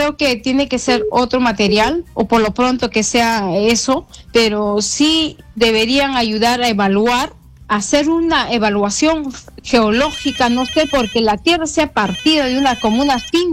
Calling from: Peru; una de las hijas de uno de los damnificados de Pumpunga, del sismo que ha azotado mi pueblo

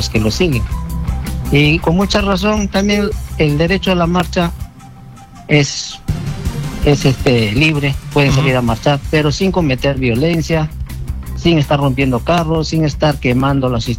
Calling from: Arequipa, Peru; de Arequipa.

